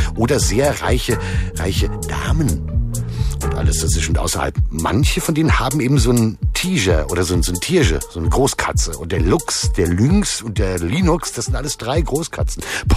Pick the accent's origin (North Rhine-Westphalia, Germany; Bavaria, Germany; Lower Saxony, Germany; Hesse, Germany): Hesse, Germany; Offenbach am Main; accent: Frankfurt; also born or lived in Frankfurt; so meinen Frankfurter Akzent angelegt. Aber trotzdem sage ich hier, trotz bei aller Frankfurt-Liebe, ne? Offenbach, da komme ich her. Da gehe ich wieder hin.